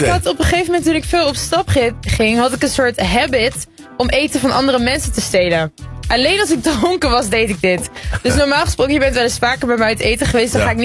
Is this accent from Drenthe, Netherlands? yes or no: no; Eindhoven, North Brabant, Netherlands; ik ben dan opgegroeid in Eindhoven